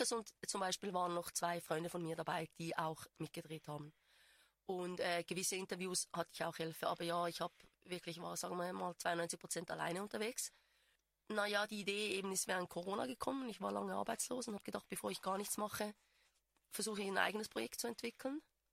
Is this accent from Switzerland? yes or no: yes; Einsiedeln, Schwyz, Switzerland; Ich habe tatsächlich Skispringen nie geguckt, aber ich komme aus Einsiedeln und mein Bruder ist mit Andreas Küttel zur Schule gegangen.